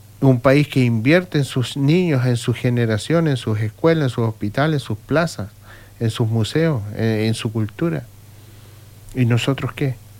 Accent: Chile; somos los chilenos

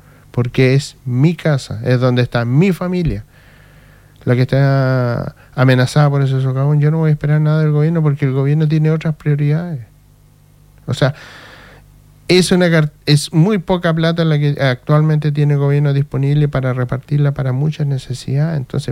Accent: Chile; yo soy chileno

